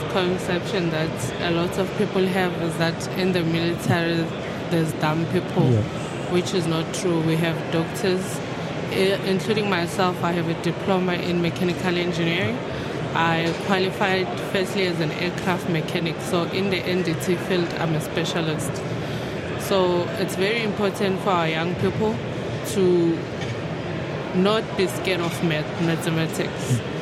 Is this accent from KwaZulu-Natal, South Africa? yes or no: no; Katlehong, Gauteng, South Africa; I'm from Katlehong. Mm. I grew up in the streets of Katlehong.